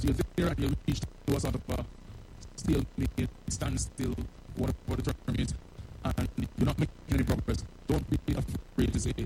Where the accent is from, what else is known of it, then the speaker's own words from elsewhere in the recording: Jamaica; we're from Jamaica